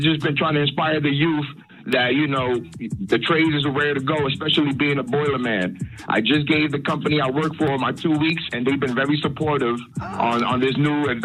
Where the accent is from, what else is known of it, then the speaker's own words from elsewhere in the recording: New York City, New York, United States; Nah, I'm from New York City. I'm from Harlem.